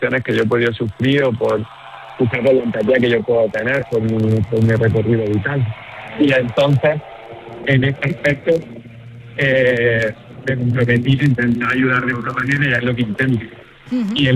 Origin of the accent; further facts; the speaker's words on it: Motril, Andalusia, Spain; intento llevar el nombre de aquí de Motril, de la costa, que se sepa también que estamos en Granada y Andalucía.